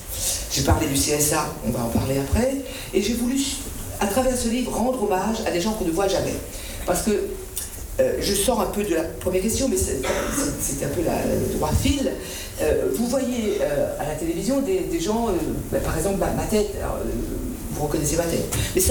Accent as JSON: {"language": "French", "country": "Réunion", "said": "chez nous, à La Réunion"}